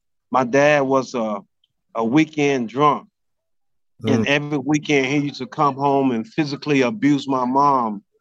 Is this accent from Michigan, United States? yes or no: no; Johnstown, Mississippi, United States; I'm from Johnstown, Mississippi, a population of 1,000 people. Johnstown is approximately an hour south of Memphis, Tennessee.